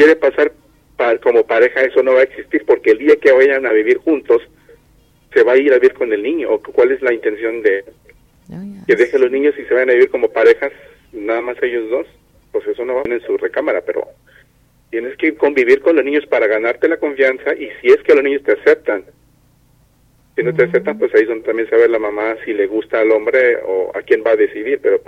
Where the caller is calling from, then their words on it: Mexico; Como todo un mexicano